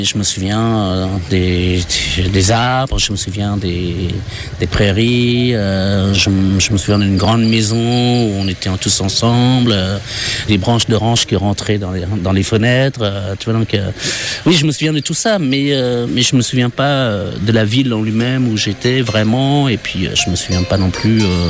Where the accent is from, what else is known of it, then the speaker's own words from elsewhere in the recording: Daou, Batman Province, Turkey; Apparemment, je viens de Daou, c'est une banlieue de Batman, et voilà, c'est tout ce que je sais.